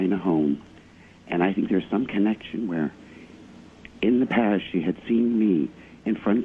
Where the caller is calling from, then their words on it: New Jersey, United States; I'm calling from New Jersey.